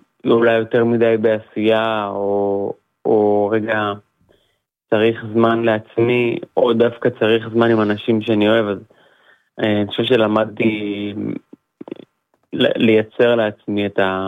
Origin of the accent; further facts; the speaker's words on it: Be'eri, Southern District, Israel; now in Caesarea, Israel; בארי זה תמיד הבית, שם נולדתי וגדלתי, וכזה ממש מרגיש בית.